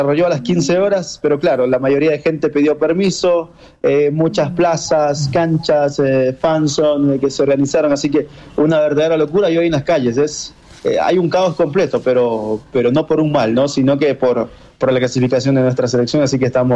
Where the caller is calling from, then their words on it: Quito, Pichincha, Ecuador; acá en Quito